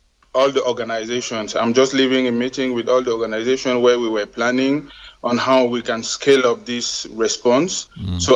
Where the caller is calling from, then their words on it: Bunia, Ituri, DR Congo; I'm greeting you from Bunia here in the Ituri province, where we are handling the operation and fighting against this outbreak.